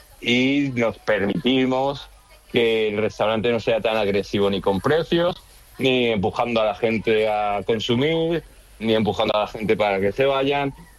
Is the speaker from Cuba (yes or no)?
no; Spain; now in United States; las reuniones de españoles, pues siempre hablamos de España y hablamos de lo que pasa en España, de problemas, que no sé cuántos, luego los problemas que de inmigrante tienes aquí en Estados Unidos